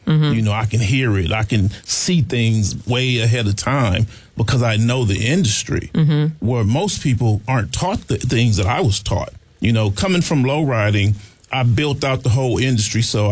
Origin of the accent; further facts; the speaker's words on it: Compton, California, United States; growing up in Compton, it was kind of different for me.